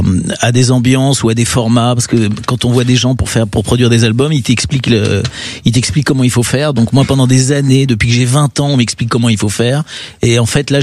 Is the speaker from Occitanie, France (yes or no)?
no; Grand Est, France; Voilà, on est dans le sud-ouest, tu vois. Moi, je suis de l'Aligo, de la Lorraine.